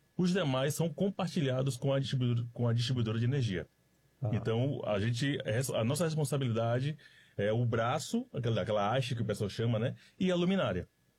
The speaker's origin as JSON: {"language": "Portuguese", "town": "Salvador", "region": "Bahia", "country": "Brazil", "moved": "as an adult", "lives_now": "Porto Alegre, Brazil", "said": "eu sou de Salvador, sou baiano, estou aqui há 4 anos."}